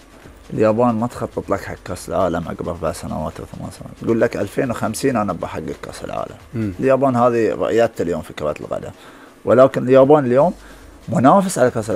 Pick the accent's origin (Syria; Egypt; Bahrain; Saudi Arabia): Bahrain; كخليجيين مو كبحرينيين وكعرب